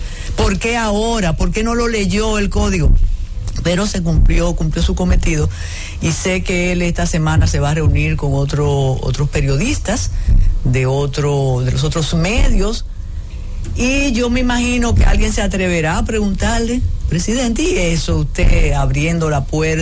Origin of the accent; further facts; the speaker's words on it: Dominican Republic; Y yo del norte.